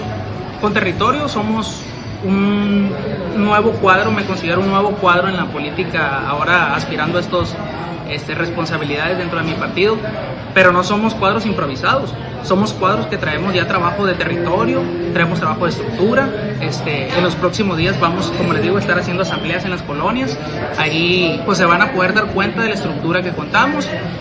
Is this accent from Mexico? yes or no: yes; Los Mochis, Sinaloa, Mexico; also born or lived in Guasave / Culiacán; now in Mexico City, Mexico; nací en Sinaloa de Leyva, pero he vivido de chiquito, hice la primaria aquí en Los Mochis, después me fui a Guasave, después fui a Culiacán a estudiar, después terminé en la Ciudad de México.